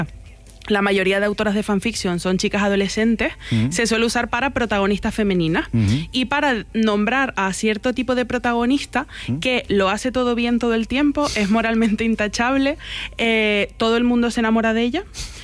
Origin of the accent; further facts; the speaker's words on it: Granadilla de Abona, Canary Islands, Spain; me lo llevo yo a Granadilla de Abona, a mi pueblo